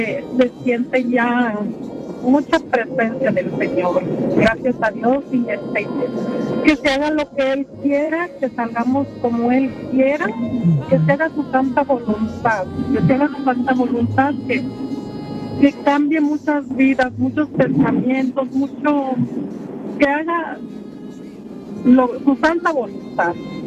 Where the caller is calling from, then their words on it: Chicago, Illinois, United States; de Chicago.